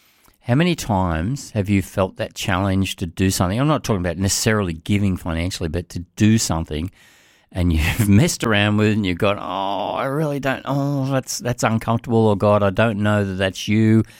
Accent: Sydney, New South Wales, Australia; moved away as an adult; now in Central Coast, Australia; I grew up in Western Sydney, like in the Bankstown sort of area, and we were married, and we were living in Chester Hill, and we'd been living in Chester Hill for about 10 years.

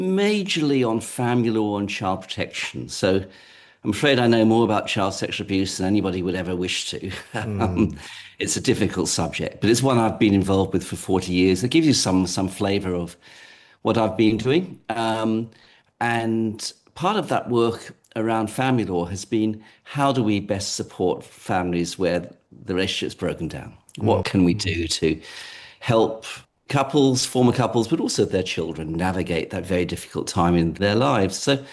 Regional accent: England, United Kingdom; moved away as an adult; now in Australia; I'm English by origin, and I'm very bad at languages, so I haven't really picked up any other accent. But I came out to Australia when I was 27 in 1986, and I've never looked back.

